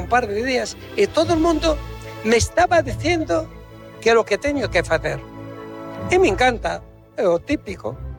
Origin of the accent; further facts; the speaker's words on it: Palestine; Palestina es mi tierra, es una nací allí. Palestina es mi tierra. Repito, mi tierra está conmigo. Yo soy Palestina.